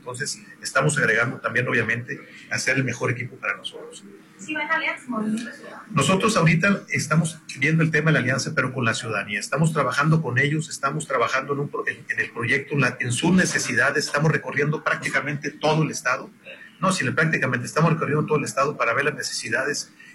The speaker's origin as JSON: {"language": "Spanish", "region": "Sinaloa", "country": "Mexico", "said": "Yo primero que todo, pues soy sinaloense, yo estoy por mi estado, obviamente."}